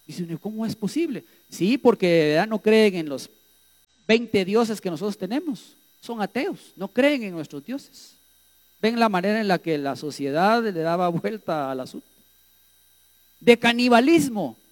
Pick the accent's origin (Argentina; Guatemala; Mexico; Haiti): Guatemala